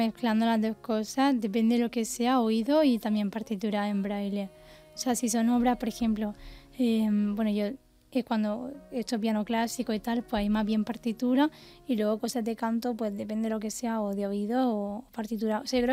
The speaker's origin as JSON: {"language": "Spanish", "region": "Andalusia", "country": "Spain", "moved": "yes", "lives_now": "Madrid, Spain", "said": "soy de Andalucía"}